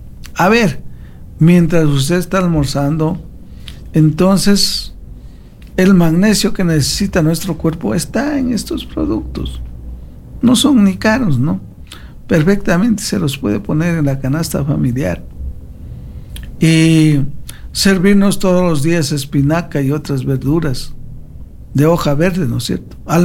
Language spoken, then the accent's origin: Spanish; Ecuador